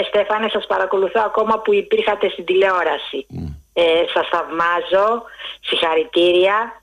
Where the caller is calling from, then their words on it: Greece; εγώ είμαι … Ελληνίδα, είμαι γόνος από Μικράς Ασίας